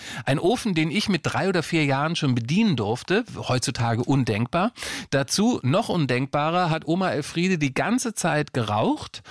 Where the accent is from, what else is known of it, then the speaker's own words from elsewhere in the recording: Lower Saxony, Germany; born there; ich bin in Niedersachsen geboren worden, Ende der 60er Jahre, meine Eltern hatten kein Geld, mussten dann also so in der Woche in fremden Städten arbeiten